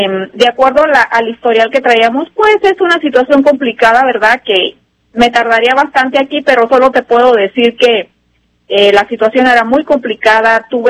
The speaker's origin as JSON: {"language": "Spanish", "region": "Michoacán", "country": "Mexico", "moved": "as an adult", "lives_now": "Fresno, United States", "said": "el estado de donde yo soy, que es el estado de Michoacán."}